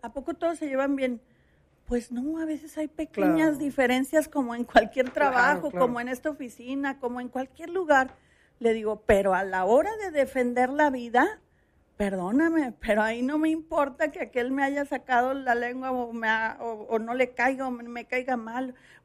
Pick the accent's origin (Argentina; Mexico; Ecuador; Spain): Mexico; Todos somos mexicanos